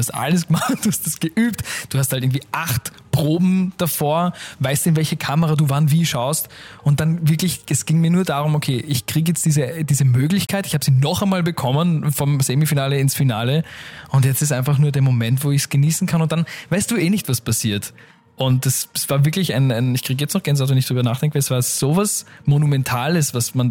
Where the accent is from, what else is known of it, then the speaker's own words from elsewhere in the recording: Austria; ich bin Österreicher, ich repräsentiere sehr gern mein eigenes Land.